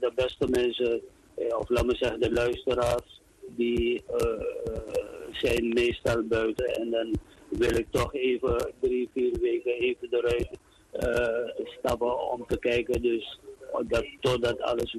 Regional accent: Suriname; Ik ben een trotse Surinamer, een trotse Surinamer. En ik ga u eerlijk zeggen, we zijn zo creatief, wij Surinamers.

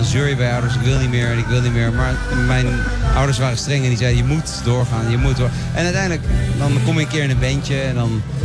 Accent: Noordwijk aan Zee, South Holland, Netherlands; Ik ben een 43 jaar oude vader uit Noordwijk aan Zee.

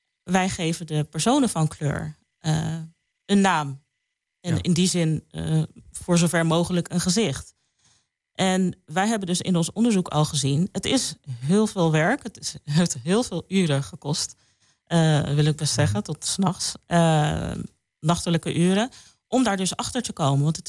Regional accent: Alphen aan den Rijn, South Holland, Netherlands; moved away; Ik heb roots in Suriname. Ik ben zelf toevallig geboren en getogen in Alphen.

